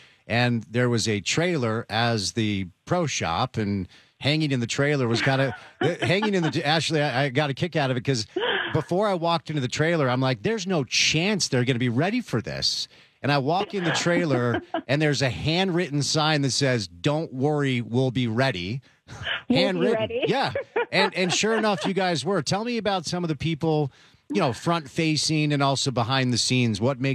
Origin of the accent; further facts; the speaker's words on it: Northeast, United States; now in Utah, United States; I grew up in the Northeast. I've lived here forever. I'm basically a local now, and I was born here.